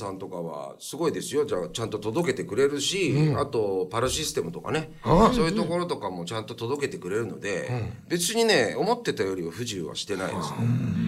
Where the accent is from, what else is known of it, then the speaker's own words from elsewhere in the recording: Yamanashi, Japan; now in Tokyo, Japan; 地元がたまたま山梨が市政20周年というタイミングだったので、